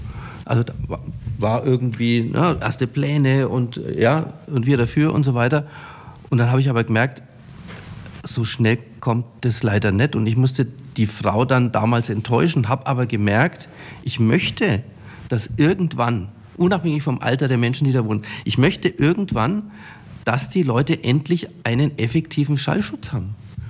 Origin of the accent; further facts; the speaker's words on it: Nuremberg, Bavaria, Germany; Also ich komme ja aus Muggenhof, also direkt am Frankenschnellweg aufgewachsen, immer den großen, deutlichen Lärm vor Augen oder besser vor Ohren.